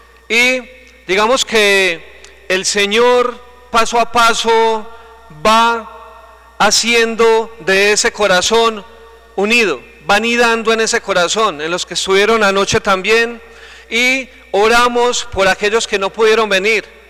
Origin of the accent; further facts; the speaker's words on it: Itagüí, Antioquia, Colombia; Nosotros, un puñadito de misioneros, venimos de Medellín, exactamente del municipio de Itagüí.